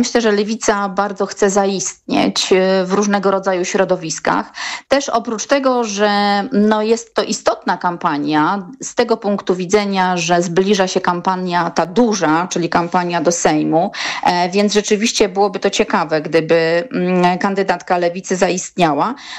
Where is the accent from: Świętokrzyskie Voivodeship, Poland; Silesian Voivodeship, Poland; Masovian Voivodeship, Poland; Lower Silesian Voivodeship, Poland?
Świętokrzyskie Voivodeship, Poland; Kielce; ja jestem Kielczanką